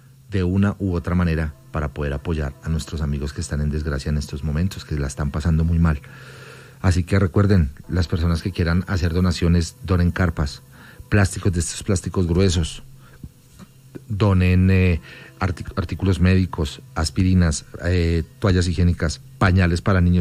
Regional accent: Colombia; aquí somos colombianos y eso es lo más importante en este momento.

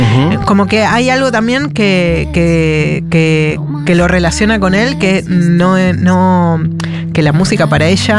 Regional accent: Patagonia, Argentina; yo soy patagónica

